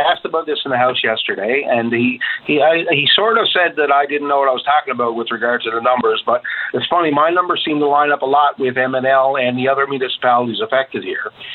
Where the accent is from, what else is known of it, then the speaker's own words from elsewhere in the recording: Corner Brook, Newfoundland and Labrador, Canada; talking to my hometown and in Corner Brook, they have all their funds allocated for their 3-year program